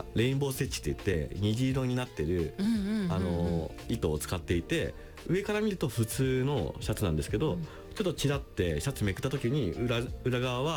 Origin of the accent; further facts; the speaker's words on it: Ishikawa, Japan; 石川県出身なんですけど、それで服を好きになって金沢まで服を見に行くようになって